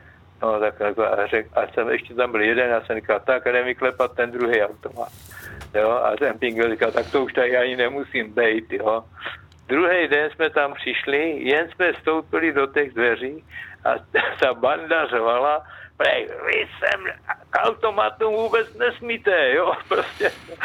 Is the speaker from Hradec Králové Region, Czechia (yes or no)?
yes; Kostelec nad Orlicí, Hradec Králové Region, Czechia; to já jsem z Kostelce, to je na Zorlici